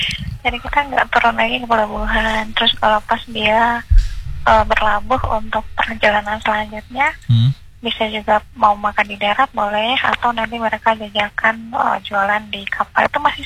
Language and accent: Indonesian; Sulawesi, Indonesia; now in Maluku, Indonesia; Kalau saya mah orang Sulawesi